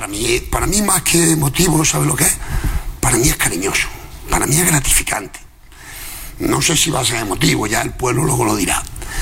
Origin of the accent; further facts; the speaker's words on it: Alcaudete, Andalusia, Spain; Me ha hecho recordar a mi pueblo desde niño hasta ahora